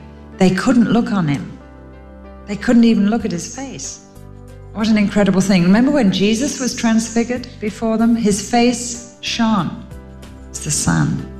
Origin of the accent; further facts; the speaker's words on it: England, United Kingdom; being English